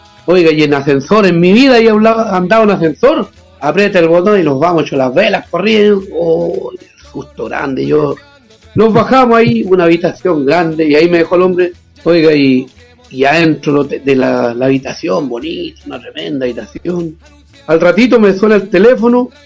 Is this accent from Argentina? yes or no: no; Monte Águila, Biobío, Chile; oiga, es que yo soy de Monte Águila, soy del campo y voy a donde Enrique Maluenda.